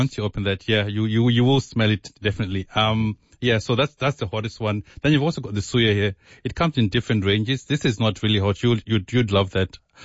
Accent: Zimbabwe; I'm from Zimbabwe, but I felt that if I was just to focus on Zimbabwean food, it wouldn't achieve the goal.

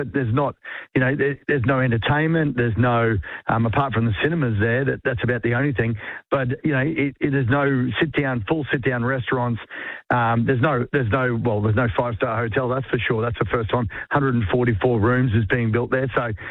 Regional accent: Strathpine, Queensland, Australia; I grew up in this area, I was born in Gibby Road, Strathpine

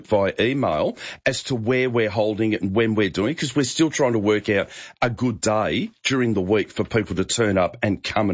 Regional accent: Foster, Victoria, Australia; They're down in Forster. I grew up in Forster.

